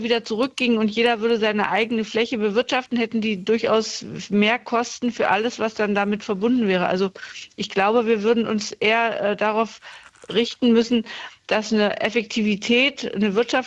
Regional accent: Saxony-Anhalt, Germany; ich komme aus Ostdeutschland, aus Sachsen-Anhalt

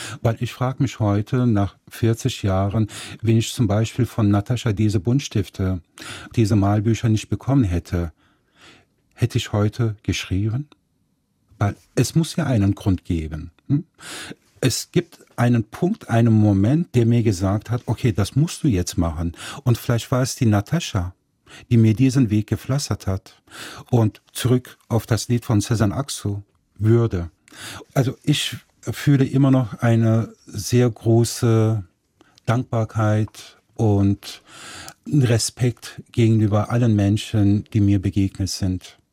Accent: Nettetal, North Rhine-Westphalia, Germany; die gab es auch bei uns in Nettetal, weil mein Vater hatte die Kneipe auf der Breilerstraße, mein Onkel hatte das Bordell Jaguar im Stadtteil Bracht, das auch zu Nettetal gehört.

